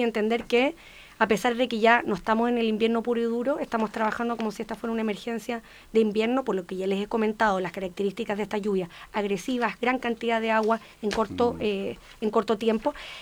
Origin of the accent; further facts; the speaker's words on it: Chile; somos chilenos y los chilenos estamos preparados.